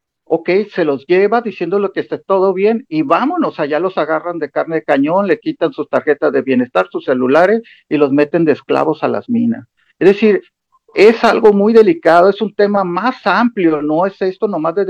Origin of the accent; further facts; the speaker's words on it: Mazatlán, Sinaloa, Mexico; Yo uh-huh. estaba, de hecho, trabajando en la Ciudad de México. Soy de Mazatlán. Vine aquí, me encontré con este problema y ayudé.